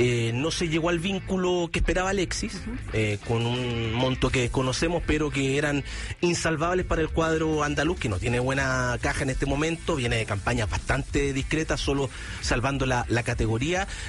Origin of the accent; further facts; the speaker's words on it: England, United Kingdom; no hablo de Inglaterra, soy de Inglaterra.